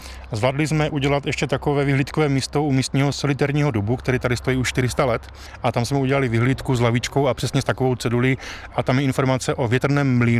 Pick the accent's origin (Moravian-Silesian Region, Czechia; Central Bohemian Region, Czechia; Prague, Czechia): Moravian-Silesian Region, Czechia; Třemešná; born there; Já jsem se narodil v Třemešné, ale můj děda se přistěhoval z jižních Čech, ten bydlel vlastně v Písku a jeho děda bydlel na Šumavě v Pohorsku.